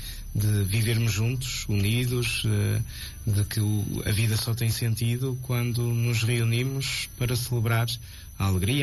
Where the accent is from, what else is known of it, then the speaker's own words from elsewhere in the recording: Porto, Norte, Portugal; Eu sou natural do Porto, da cidade do Porto, portanto, da grande festa de São João.